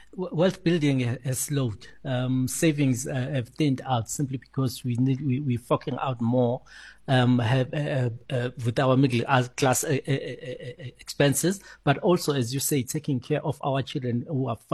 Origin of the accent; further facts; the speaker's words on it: South Africa; as the South African middle class